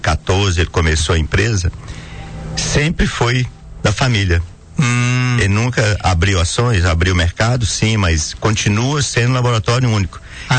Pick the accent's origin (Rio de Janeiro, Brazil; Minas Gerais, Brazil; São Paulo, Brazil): Minas Gerais, Brazil; Bom Jesus do Galho; now in Coronel Fabriciano, Brazil; Eu sou de Bom Jesus do Galho.